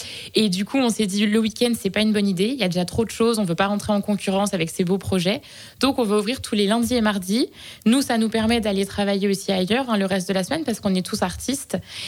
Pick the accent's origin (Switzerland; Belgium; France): France; Hauts-de-France